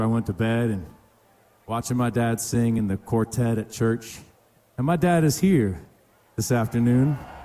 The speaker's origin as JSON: {"language": "English", "town": "Palmer Lake", "region": "Colorado", "country": "United States", "tie": "born or raised there", "said": "I grew up in Colorado in a little town called Palmer Lake on the Palmer Divide."}